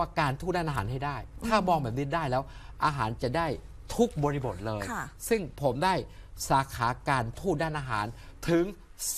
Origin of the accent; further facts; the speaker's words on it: Bueng Kan, Thailand; ผมเป็นคนบึงกาฬ